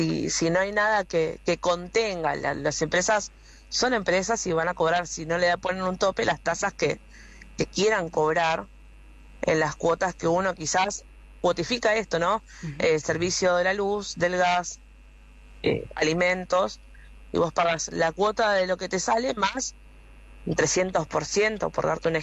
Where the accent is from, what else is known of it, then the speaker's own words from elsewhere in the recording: Argentina; es un problema que lo tenemos que sacar juntos como argentinos.